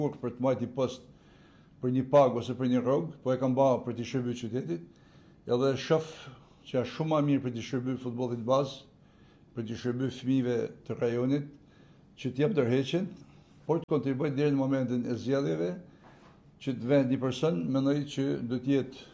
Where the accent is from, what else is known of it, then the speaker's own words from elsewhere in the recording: Shkodër, Shkodër County, Albania; jam shkodran